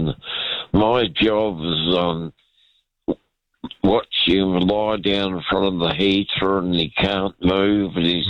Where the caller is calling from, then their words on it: Christchurch, Canterbury, New Zealand; it's cold down here in Christchurch.